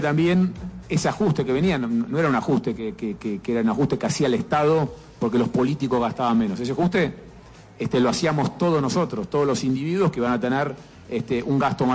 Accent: Argentina

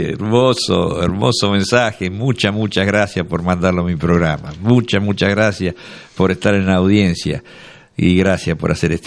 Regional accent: Argentina; tenemos mucho patriotismo, somos muy argentinos y somos fanáticos de nosotros

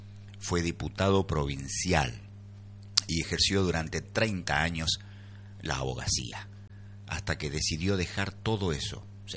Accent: Argentina; todo lo que nos identifica como argentinos a nivel cultural.

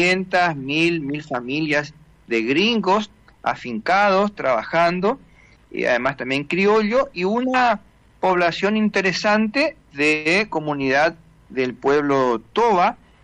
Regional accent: General José de San Martín, Chaco, Argentina; hasta el año 1955 mi pueblo, hoy día General José San Martín, se llamaba Colonia El Zapallar.

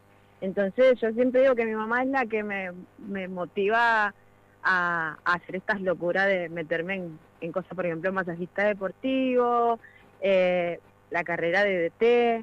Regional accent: Sánchez, Buenos Aires Province, Argentina; Sí, yo soy de Sánchez, pero el acento no me lo puedo sacar.

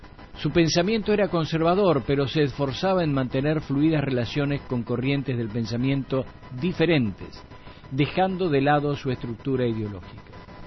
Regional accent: Argentina

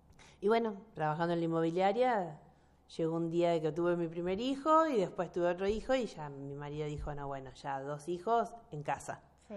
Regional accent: Laborde, Córdoba, Argentina; moved away as an adult; also born or lived in Las Varillas, Córdoba; now in Pehuajó, Argentina; Bueno, soy labordense, nacida en Las Varillas, ciudad de Córdoba. Vivía en Laborde, capital nacional del malambo.

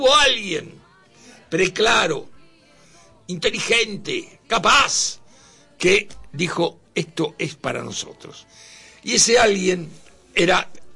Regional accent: Argentina; Somos geniales, somos espectaculares, somos argentinos.

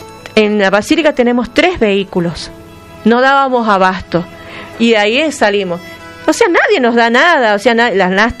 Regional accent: Argentina; Está el tucumano, el salteño, el norteño, somos todos argentinos

